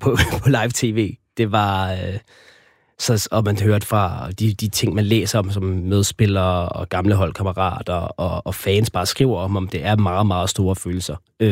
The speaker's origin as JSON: {"language": "Danish", "country": "Argentina", "said": "Jeg er argentiner."}